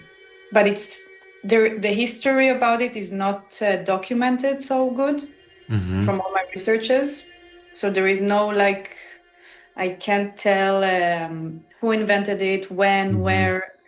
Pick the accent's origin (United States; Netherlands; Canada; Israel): Israel; born or raised there; English is a second language